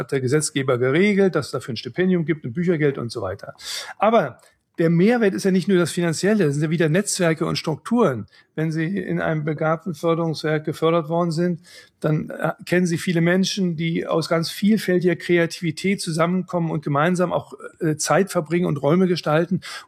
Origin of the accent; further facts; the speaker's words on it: Germany; now in Dresden, Germany; Ich bin in der Nähe von Berlin aufgewachsen.